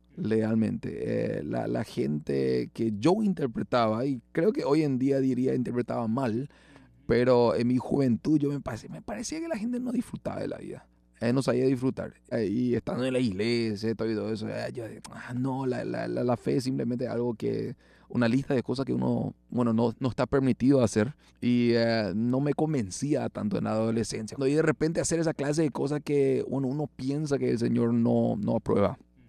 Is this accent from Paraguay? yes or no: yes; Asunción, Paraguay; born or raised there